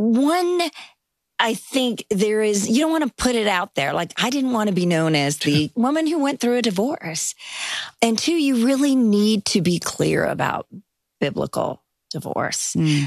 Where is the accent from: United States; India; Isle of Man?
India; born there; I was born in India.